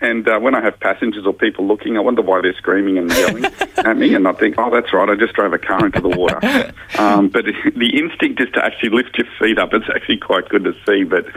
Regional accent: Cooma, New South Wales, Australia; I'm from the Snowy Mountains in New South Wales and part of the Cooma Car Club, so the town of Cooma is where we come from.

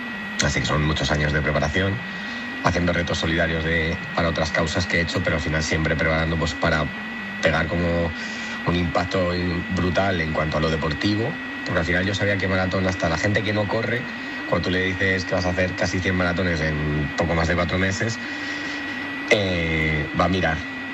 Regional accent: Madrid, Community of Madrid, Spain; now in Sevilla la Nueva, Spain; En Ventas, yo soy de Madrid, en el de el Manuel Becerra, el número 2.

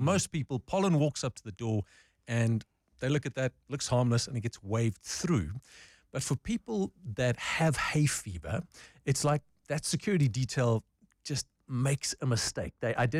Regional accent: Pretoria, Gauteng, South Africa; I know, I grew up in Pretoria, man, and jacarandas always meant I got to study now and exams are coming.

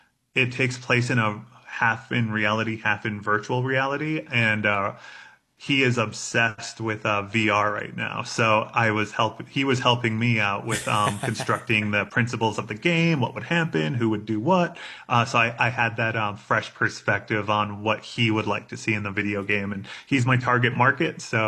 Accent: Red Lake Indian Reservation, Minnesota, United States; now in Denver, United States; Like I live in Denver, but I'm from the Red Lake Indian Reservation in northern Minnesota.

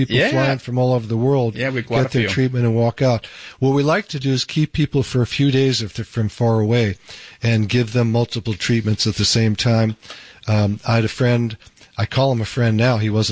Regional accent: the North, United States; we're from the North

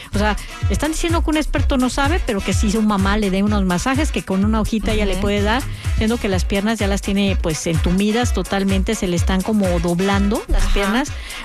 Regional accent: Mexico; Entonces yo creo que como mexicanos pues también tenemos que decir, tenemos derecho a esta salud

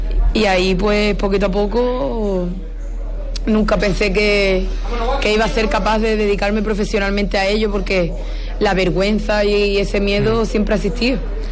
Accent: Isla Cristina, Andalusia, Spain; yo también vengo de la barriada de la Antilla, ¿no?, que también es de pescadores, somos del mismo pueblo, de Isla Cristina

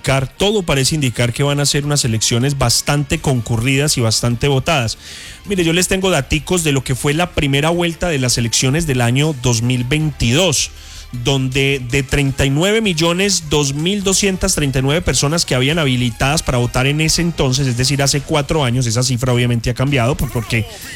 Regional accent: Colombia; soy un colombiano.

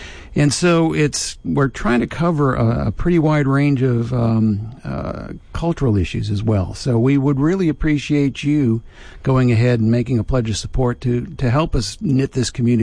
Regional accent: New England, United States; now in Louisiana, United States; when I grew up in New England

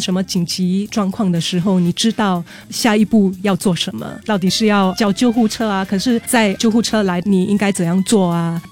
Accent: Singapore; 我们也是新加坡人嘛，

